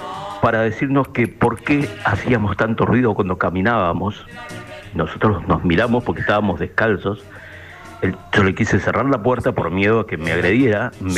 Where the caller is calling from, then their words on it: Buenos Aires, Argentina; yo soy el que una vez les contó sobre los accidentes de tránsito acá en Buenos Aires.